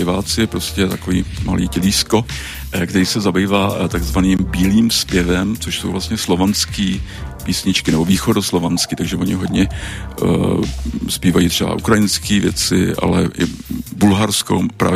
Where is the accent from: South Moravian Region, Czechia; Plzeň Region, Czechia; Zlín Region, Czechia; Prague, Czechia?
Plzeň Region, Czechia; Plzeň; Jako v Praze to moc patrno není, ale já jsem třeba z Plzně, tak tam jako najdeme nějaký jako lidový soubory.